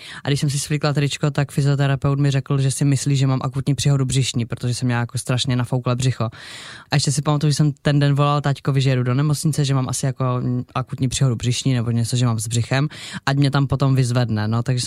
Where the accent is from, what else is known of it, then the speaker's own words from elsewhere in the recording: Ostrava, Moravian-Silesian Region, Czechia; To už nebylo teda u nás v Ostravě, já jsem se léčila v Brně na dětské onkologii